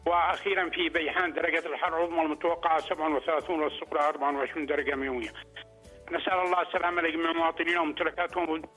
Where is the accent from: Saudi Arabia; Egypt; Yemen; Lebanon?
Yemen